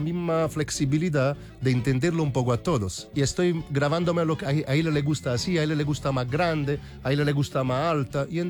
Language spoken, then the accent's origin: Spanish; Italy; Spanish is a second language; now in Chile